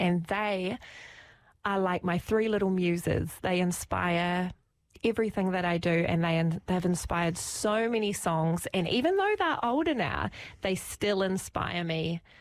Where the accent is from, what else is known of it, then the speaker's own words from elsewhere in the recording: Christchurch, Canterbury, New Zealand; I grew up right here in Ōtautahi.